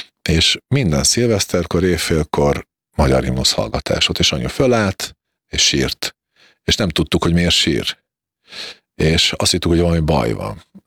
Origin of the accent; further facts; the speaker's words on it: Komárno, Nitra Region, Slovakia; first language Hungarian; moved away; Komárnó az a Duna és a Vág között van, és ugye a határon van, tehát ha kimész a Dunapartra, akkor átlátsz Komáromba.